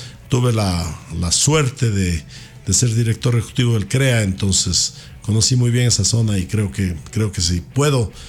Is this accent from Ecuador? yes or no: yes; Ecuador; Yo soy profundamente ecuatoriano y vivo de tener orgullo de esto